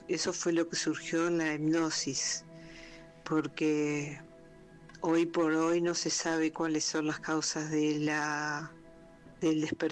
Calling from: Argentina; de Argentina.

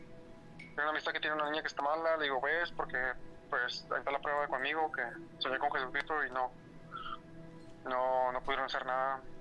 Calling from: Tamaulipas, Mexico; soy … de Tamaulipas.

